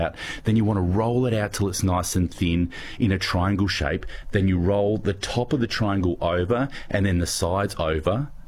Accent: Adelaide, South Australia, Australia; born or raised there

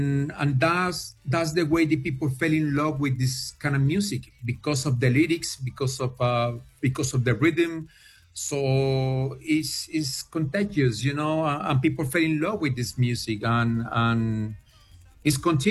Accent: Cali, Valle del Cauca, Colombia; moved away; also born or lived in New York; I grew up in Cali, Colombia, listening to salsa. And then I moved to New York.

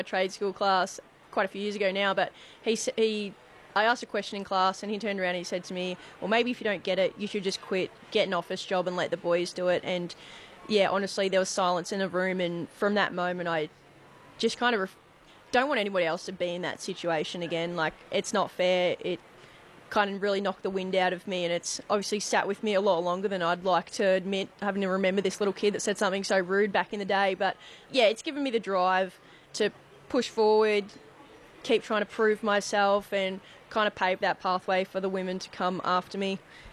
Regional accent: Victoria, Australia; Long story short, I grew up in Victoria, then completed an electrical apprenticeship to then where I finished my electrical apprenticeship and moved to central Queensland to be a station hand.

